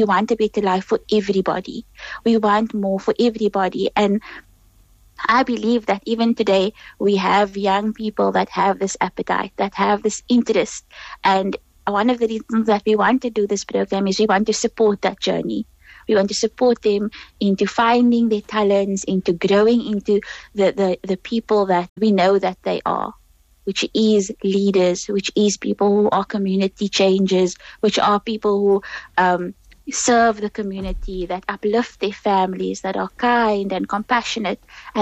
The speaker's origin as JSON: {"language": "English", "country": "South Africa", "tie": "born or raised there", "said": "as Muslim youth that grew up for myself, I'm really like growing up in South Africa"}